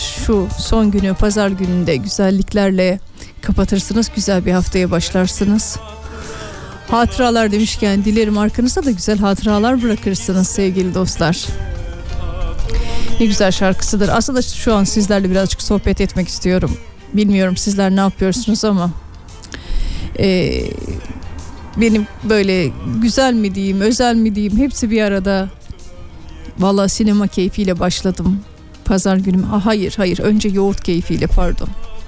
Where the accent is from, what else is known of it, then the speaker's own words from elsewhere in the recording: Aegean Region, Turkey; Biz Egeliler sevgili dostlar, ota ot diye bakmıyoruz, yiyecek diye bakıyoruz. Hele ben köyde yetişmiş biri olarak otları, yeşilliği çok seviyorum.